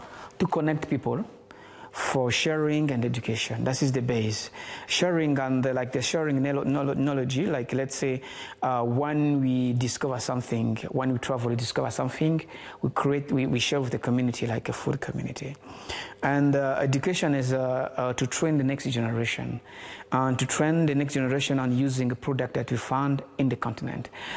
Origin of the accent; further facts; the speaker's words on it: Germany; English is a second language; And even the place I grew up in Germany, like, Germany is a place you find many nationality than this in France.